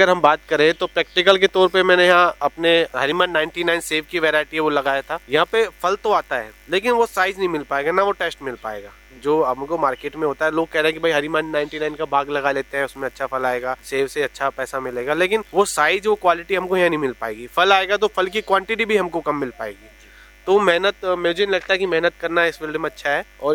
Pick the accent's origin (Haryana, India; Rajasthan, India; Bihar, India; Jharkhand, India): Rajasthan, India; और मैं मालाखेड़ा ग्राम सुमेल का रहने वाला हूँ और मैं यहाँ खेती करता हूँ